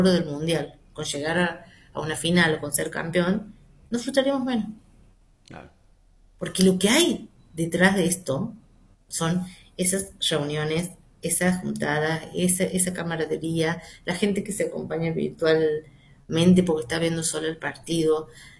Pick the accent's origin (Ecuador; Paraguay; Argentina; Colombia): Argentina; soy argentina